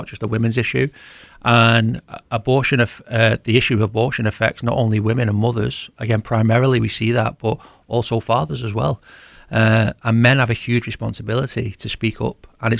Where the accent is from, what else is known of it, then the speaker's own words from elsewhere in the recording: Liverpool, North West England, United Kingdom; also born or lived in London; the strange accent is, I always get Irish or Scottish. I'm actually from Liverpool, so that's the strange accent.